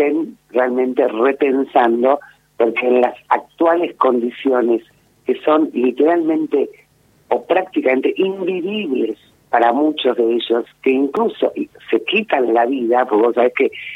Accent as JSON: {"language": "Spanish", "region": "Salta", "country": "Argentina", "tie": "born or raised there", "lives_now": "Buenos Aires, Argentina", "said": "yo soy de Salta. Qué lindo. Criada en Salta, aunque vivo en Buenos Aires."}